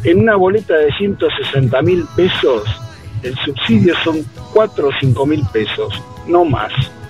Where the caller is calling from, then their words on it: Buenos Aires, Argentina; de Parque Centenario.